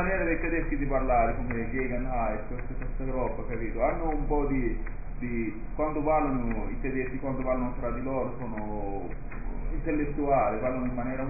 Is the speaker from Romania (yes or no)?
no; Morocco; Italian is a second language; also born or lived in Netherlands; now in Sicily, Italy; Come marocchini, quindi qua capisco il dialetto siciliano